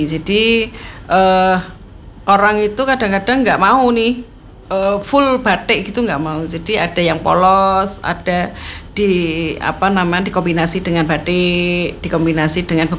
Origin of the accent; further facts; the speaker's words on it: Java, Indonesia; Kalau kita Jawa kan kita tahu ya, kita ceritanya seperti apa gitu.